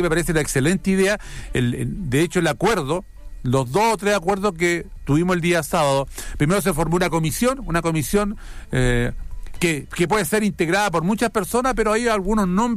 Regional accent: Calama, Antofagasta, Chile; nosotros que somos porfiados, rebeldes de Calama

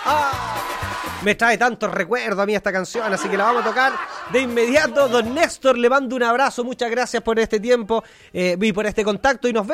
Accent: Sagrada Familia, Maule, Chile; la gente vaya a Sagrada Familia, que no es porque sea de allá

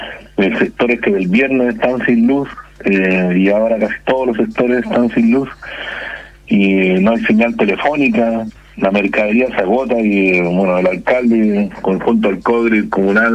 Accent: Andacollo, Coquimbo, Chile; en comuna donde yo nací, que es Andacoyo

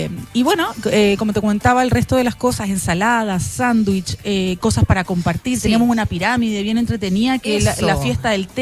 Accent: Santiago, Santiago Metropolitan Region, Chile; now in Rancagua, Chile; yo que soy de Santiago.

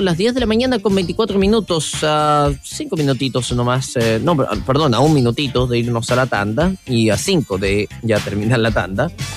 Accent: Ñuble, Chile; born there; en mi querida región del Ñuble, porque es una región donde yo nací

